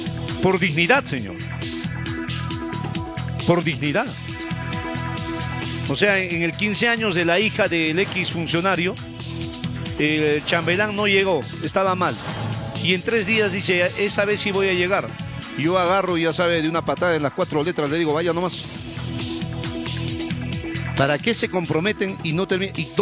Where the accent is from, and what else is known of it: Cusco, Peru